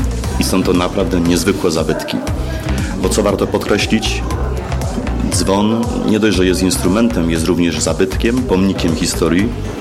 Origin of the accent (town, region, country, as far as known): Żywiec, Silesian Voivodeship, Poland